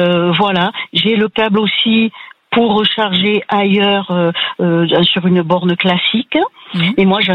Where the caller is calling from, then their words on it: Alès, Occitanie, France; Moi je vous appelle d'Alès.